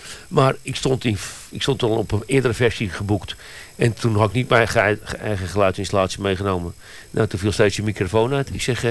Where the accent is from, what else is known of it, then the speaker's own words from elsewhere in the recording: Netherlands; now in Herpen, Netherlands; Ik kom dus uit het Westen.